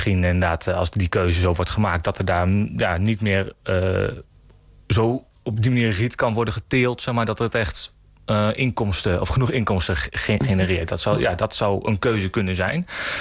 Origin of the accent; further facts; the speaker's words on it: Sint Jansklooster, Overijssel, Netherlands; ik kom zelf uit het Sint-Jansklooster.